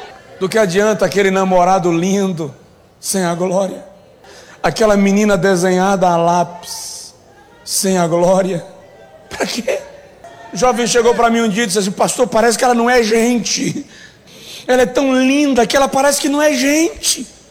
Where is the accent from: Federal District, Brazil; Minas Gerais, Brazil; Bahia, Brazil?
Bahia, Brazil; Eu vim da Bahia, tenho nada a ver com nada, eu sou apenas a boca.